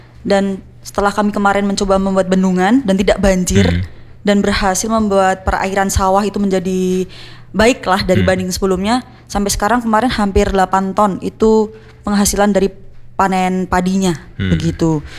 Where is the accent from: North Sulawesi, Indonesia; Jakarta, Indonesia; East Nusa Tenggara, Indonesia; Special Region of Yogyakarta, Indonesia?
Special Region of Yogyakarta, Indonesia; Yogyakarta; Aslinya kota Yogyakarta.